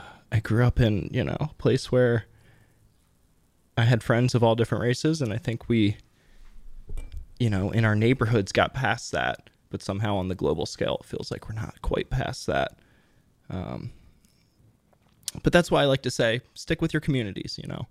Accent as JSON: {"language": "English", "region": "East Coast", "country": "United States", "tie": "born or raised there", "said": "I grew up on the East Coast"}